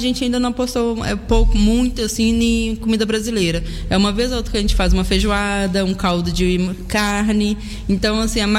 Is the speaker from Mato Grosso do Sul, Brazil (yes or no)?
no; Minas Gerais, Brazil; moved away as an adult; now in Vila de Rei, Portugal; Eu sou de Minas.